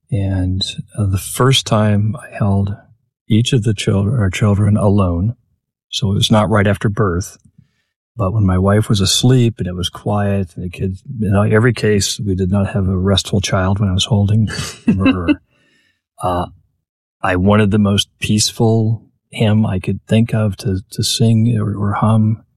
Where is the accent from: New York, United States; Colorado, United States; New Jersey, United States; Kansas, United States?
Kansas, United States; Wichita; I'm from Wichita, Kansas, but my father's an agronomist, so he worked with a lot in the country with different wheats, and we lived on the edge of town, a lot of access to outdoor stuff.